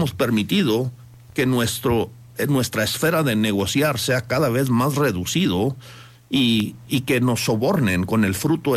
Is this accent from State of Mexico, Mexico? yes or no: no; Chihuahua, Mexico; born there; Sí, pero yo nací en Chihuahua y pues realmente me considero un mexicano.